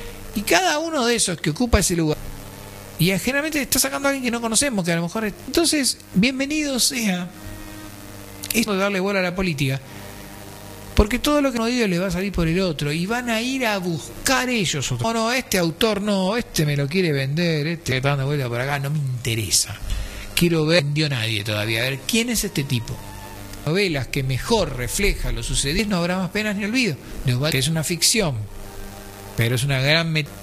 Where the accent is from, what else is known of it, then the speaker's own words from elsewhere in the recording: Argentina; Usted, no, yo no soy mexicano, soy argentino.